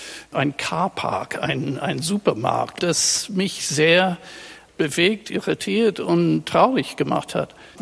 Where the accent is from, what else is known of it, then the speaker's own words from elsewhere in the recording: Brisbane, Queensland, Australia; German is a second language; Australien zurückgewandert, wohnte dann nicht in einer Großstadt, sondern ein bisschen nördlich von meiner Heimatstadt Brisbane an der Küste.